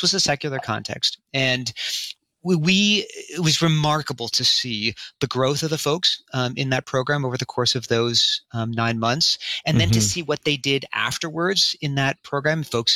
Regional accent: Philadelphia, Pennsylvania, United States; now in Pittsburgh, United States; And so I grew up in Philadelphia. They were a part of a Christian community that was seeking to live out the faith in a lower income interracial community in Philadelphia.

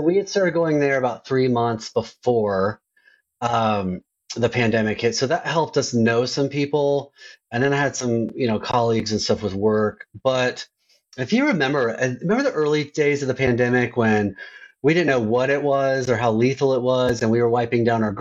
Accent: Houston, Texas, United States; moved away as an adult; also born or lived in Louisville; now in Nashville, United States; my dad moved us to the Houston, Texas area for his job. And so, yeah, I grew up in Houston until my early 30s. And then I moved back to Louisville, Kentucky

